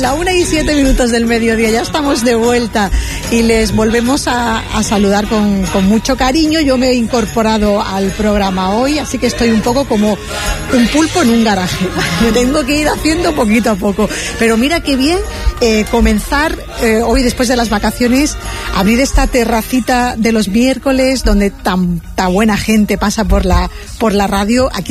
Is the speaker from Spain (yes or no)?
yes; Torremolinos, Andalusia, Spain; Soy de la Carihuela